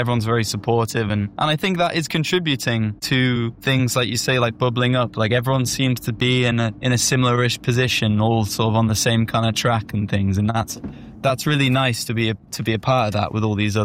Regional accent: Manchester, North West England, United Kingdom; The band scene, just in England and in like, obviously we're from Manchester, so we see that even more like in depth.

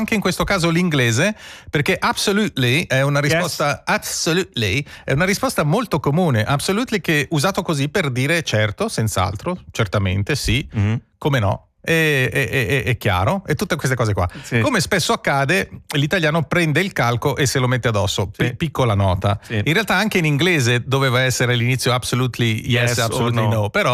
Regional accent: Switzerland; in Svizzera, qui dalle nostre parti

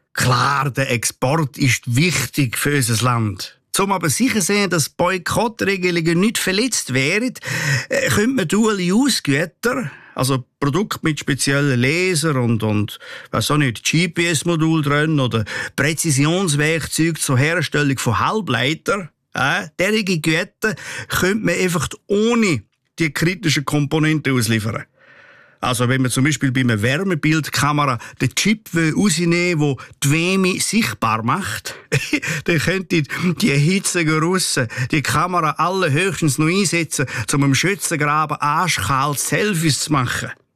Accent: Switzerland; da sind wir Schweizer nämlich weltweit führend

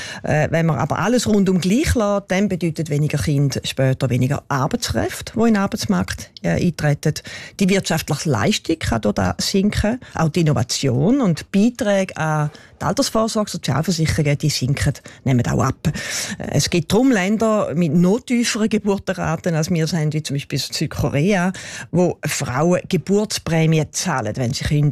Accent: Switzerland; Und Bauchweh macht auch das Tempo, mit dem es runtergeht bei uns in der Schweiz.

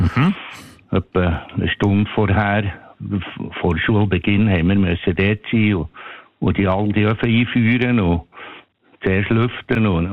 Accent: Leissigen, Bern, Switzerland; Ich bin in Leissig am Thunersee aufgewachsen.

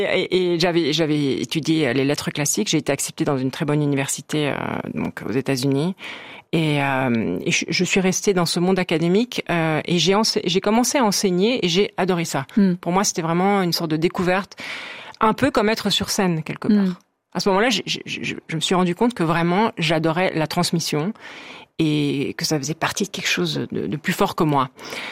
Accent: Switzerland; born there; moved away; quand j'étais petite, quand j'étais en Suisse.

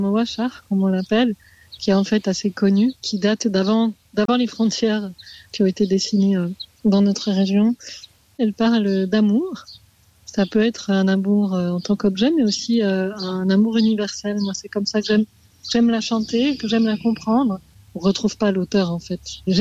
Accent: Switzerland; born there; also born or lived in Beirut, Lebanon; Je suis née en 84 à Beyrouth et puis j'ai été adoptée très vite, donc la même année en Suisse, par un couple franco-suisse.

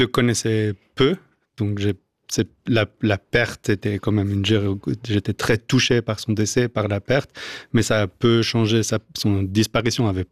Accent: England, United Kingdom; French is a second language; Bon, j'ai grandi en Angleterre, donc c'est mon... Quand je rentre au UK, je suis à la maison. Donc déjà, c'est là où j'ai passé mon enfance.

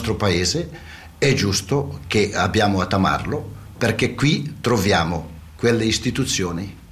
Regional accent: Switzerland; malgrado abbia superato la cinquantina, sarei ancora disposto di fare quanto ho fatto per il mio paese.

